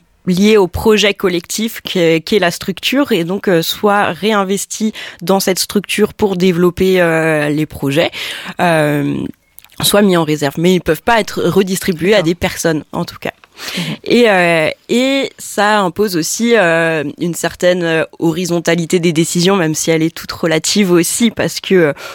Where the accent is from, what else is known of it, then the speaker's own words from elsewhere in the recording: Provence-Alpes-Côte d'Azur, France; now in Mulhouse, France; moi, alors je suis originaire du Var, mais j'ai vite bougé pour mes études jusqu'à arriver à Mulhouse en master.